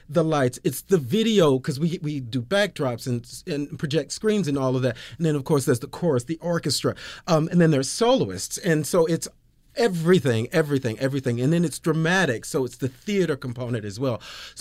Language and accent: English; Georgia, United States; I'm a Georgia boy.